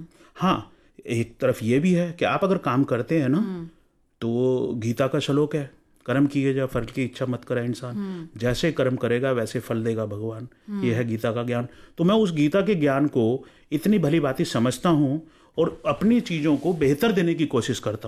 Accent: Hamirpur, Himachal Pradesh, India; also born or lived in Delhi

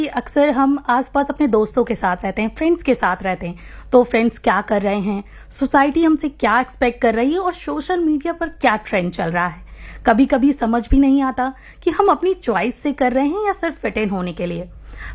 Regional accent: Gonda, Uttar Pradesh, India; मैं अयोध्या के एक शहर गोंडा की रहने वाली हूँ।

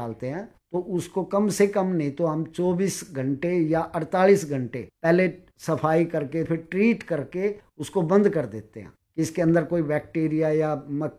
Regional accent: Delhi, India; मैं तो दिल्ली का ही रहने वाला हूँ

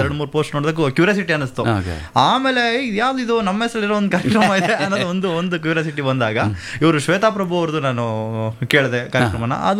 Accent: K. M. Doddi, Karnataka, India; now in Bengaluru, India; ಅಲ್ಲಿ ನನ್ನ ಊರು, ನಮ್ಮ ತಂದೆ ಅವ್ರ ಊರು, ನಮ್ಮ ತಂದೆ ಹುಟ್ಟು ಬೆಳೆದಂತಹ ಊರು, ಅದು ನಮ್ಮ ಅಲ್ಲಿ ತವರು ಮನೆ ತರ, ಅದರಿಂದಾಗಿ ಹಳ್ಳಿ ನೇಚರ್.

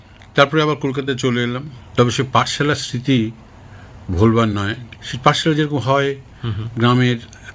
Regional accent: Kolkata, West Bengal, India; born there; also born or lived in Rangpur, Bangladesh; আমরা আগের থেকে কলকাতাতে ছিলাম। কাজে আমার ছেলেবেলার কিছুটা কেটেছে কলকাতাতে, কিন্তু আমাদের শেষ বাড়ি ছিল রংপুরে, উত্তরবঙ্গে।

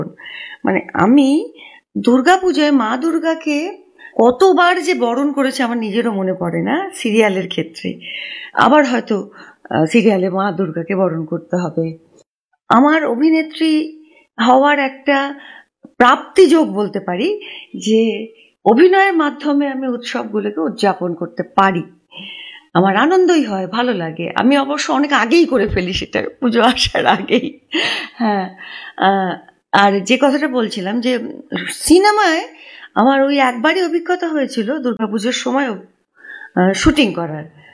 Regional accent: Kolkata, West Bengal, India; খুব ছোটবেলায় যেহেতু আমি উত্তর কলকাতার মেয়ে এবং একান্নবর্তী পরিবারের মেয়ে ছিলাম

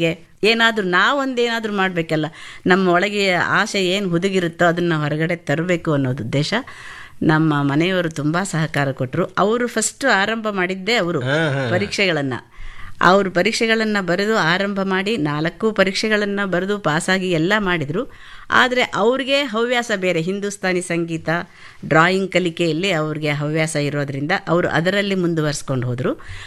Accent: Hampi, Karnataka, India; moved away as an adult; now in Belagavi, India; ಬಳ್ಳಾರಿ ಜಿಲ್ಲೆ ಹಂಪೆಯಲ್ಲೇ ನಾವು ಹುಟ್ಟಿದ್ದು ಬೆಳೆದಿದ್ದು ಎಲ್ಲಾನು.

